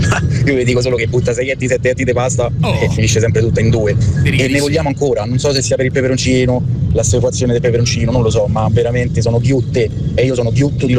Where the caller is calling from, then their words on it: Rome, Lazio, Italy